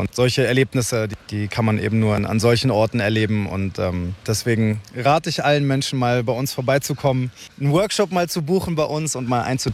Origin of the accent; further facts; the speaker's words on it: Berlin, Germany; In Berlin riecht sie besser für mich, aber das versteht auch nur ein Berliner, glaube ich.